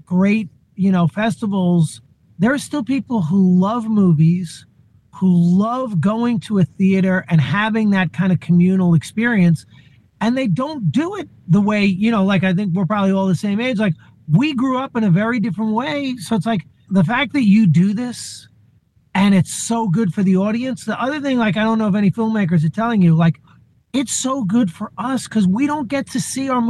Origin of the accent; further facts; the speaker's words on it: Long Island, New York, United States; where I grew up on Long Island